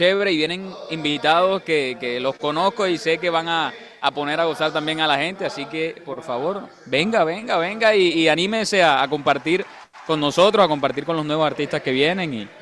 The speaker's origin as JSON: {"language": "Spanish", "town": "Barranquilla", "region": "Atlántico", "country": "Colombia", "said": "como barranquillero, la salsa hace parte de uno."}